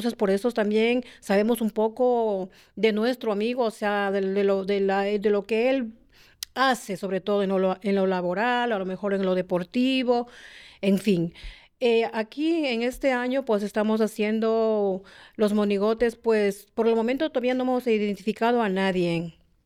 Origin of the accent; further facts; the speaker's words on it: Ecuador; Y pienso que nosotros como ecuatorianos debemos mantener esa tradición donde quiera que estemos